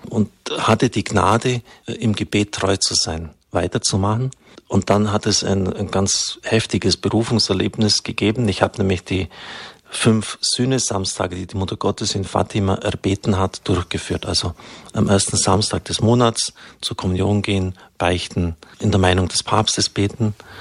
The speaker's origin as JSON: {"language": "German", "region": "Bavaria", "country": "Germany", "tie": "born or raised there", "said": "Das war eine ländliche Idylle, ungefähr 25 Kilometer südwestlich von Augsburg bin ich aufgewachsen. Damals waren noch alle 4 Jahrgänge in einem Raum."}